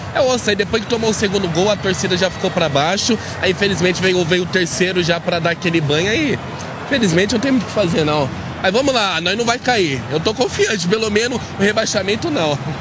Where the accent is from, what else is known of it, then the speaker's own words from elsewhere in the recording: Jundiaí, São Paulo, Brazil; O meu bairro eu sou de Morada das Vinhas, Jundiaí.